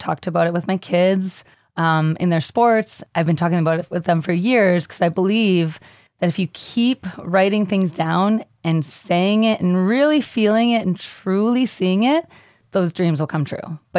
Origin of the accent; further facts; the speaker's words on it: Thunder Bay, Ontario, Canada; I grew up in Thunder Bay.